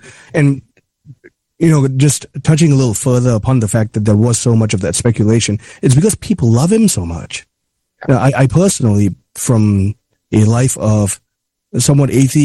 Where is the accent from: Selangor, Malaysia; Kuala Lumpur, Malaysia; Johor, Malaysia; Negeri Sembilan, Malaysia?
Kuala Lumpur, Malaysia; I'm from Kuala Lumpur, Malaysia.